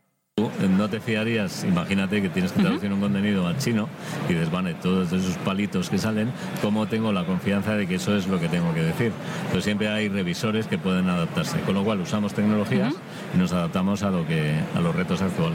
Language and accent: Spanish; Spain; yo digo primer país porque soy español